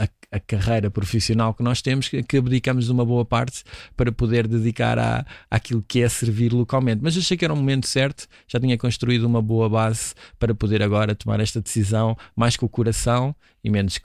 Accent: Lisbon, Portugal; born or raised there

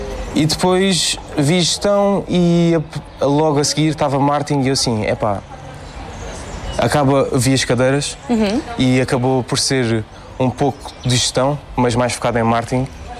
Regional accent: Alentejo, Portugal; also born or lived in Lisbon; now in Faro, Portugal; Não sou do Algarve, sou do Alentejo, venho das Novas. Tenho 20 anos

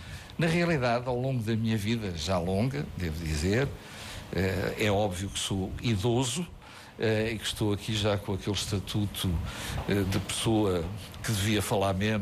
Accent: Centro, Portugal; moved away; Eu era um produto da Gardunha, como a minha conterrânea Dulce Gabriel já sublinhou, e é assim que eu me sinto sempre.

